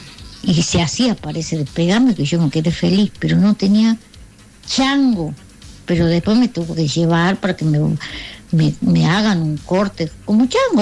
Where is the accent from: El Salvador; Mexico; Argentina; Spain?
Argentina; Campo Santo, Salta; en diagonal a mi casa, en Camposanto, había una peluquera y un peluquero.